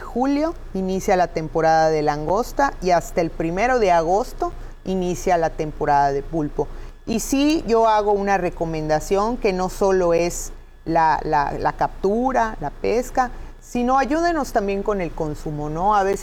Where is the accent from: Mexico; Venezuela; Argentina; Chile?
Mexico; Progreso, Yucatán; Yo soy del municipio de Progreso